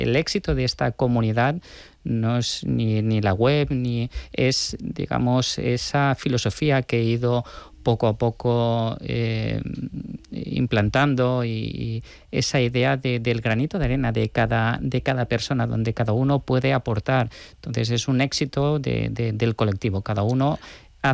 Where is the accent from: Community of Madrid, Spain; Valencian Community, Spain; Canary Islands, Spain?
Valencian Community, Spain; Y creaba también obras de arte en el chalet familiar, en el pueblo, en mi pueblo Alfar.